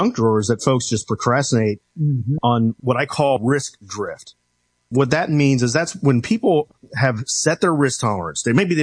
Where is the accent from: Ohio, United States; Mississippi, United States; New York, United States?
Ohio, United States; Cincinnati; I'm from the Midwest. So I went to a school in Cincinnati, Ohio, St. Xavier High School.